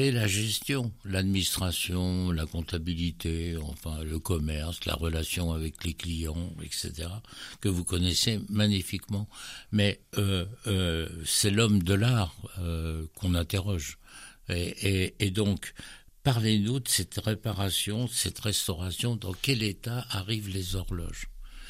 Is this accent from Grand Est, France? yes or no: no; Bourgogne-Franche-Comté, France; on est jurassien